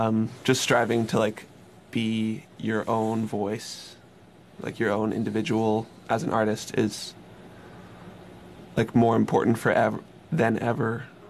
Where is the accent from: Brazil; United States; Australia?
United States; San Francisco, California; now in West Marin, United States; I grew up in San Francisco, just an hour away.